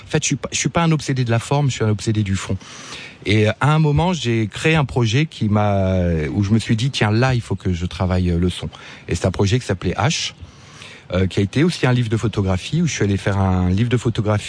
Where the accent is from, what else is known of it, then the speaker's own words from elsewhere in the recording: France; moi en tant que Français